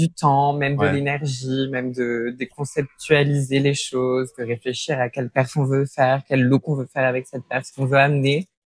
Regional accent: Normandy, France; moved away as an adult; now in Paris, France

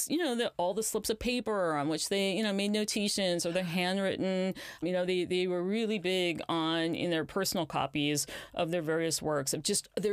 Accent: Oregon, United States; I grew up in Southern Oregon.

